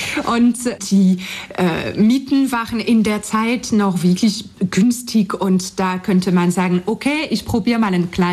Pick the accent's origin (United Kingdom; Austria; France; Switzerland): France; German is a second language; moved away as an adult; now in Leipzig, Germany; Ich komme aus Frankreich, wie man es hört. Ich bin 34 Jahre alt. Seit 2012 lebe ich in Leipzig, seit 2009 in Deutschland.